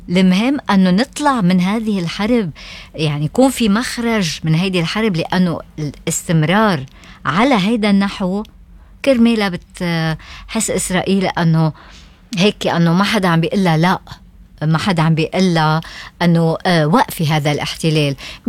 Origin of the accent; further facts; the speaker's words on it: Lebanon; نحن نعرف بالنسبة لنا كلبنانيين